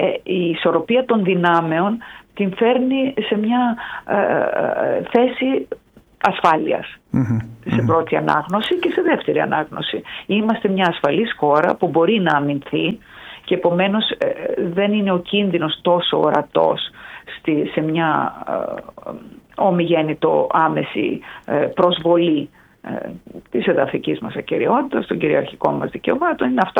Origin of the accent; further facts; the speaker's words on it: Greece; Μιλάω ως Ελληνίδα ευρωβουλευτής.